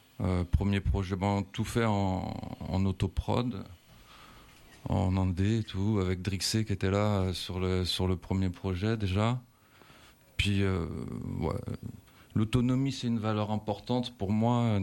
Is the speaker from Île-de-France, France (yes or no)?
yes; Montreuil, Île-de-France, France; Bah moi, je viens de Montreuil.